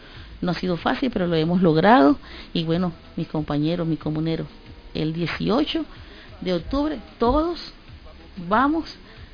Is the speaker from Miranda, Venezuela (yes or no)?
yes; Baruta, Miranda, Venezuela; todos somos baruteñas y baruteñas, todos somos venezolanos y venezolanos